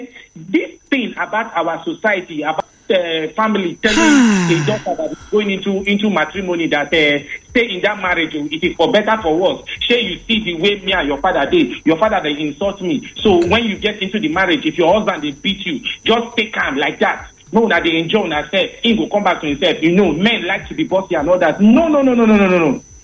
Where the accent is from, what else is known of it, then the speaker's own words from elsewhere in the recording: Dekina, Kogi, Nigeria; I'm a Nigerian man and I'm from Dekina.